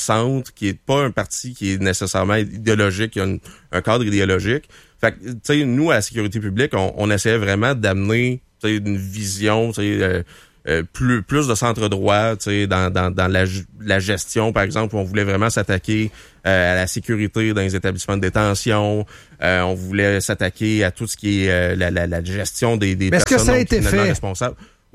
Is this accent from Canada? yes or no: yes; Waterloo, Quebec, Canada; Waterloo? Ouais, exact. Waterloo, bon, en Estrie, à côté de Granby.